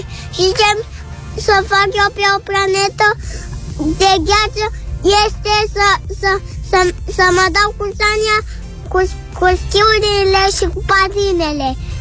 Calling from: Bucharest, Romania; din București, am 5 ani și jumătate.

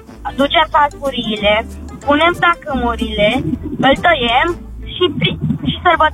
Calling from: Constanța, Constanța County, Romania; Sunt din Constanța și mă întorc acasă.

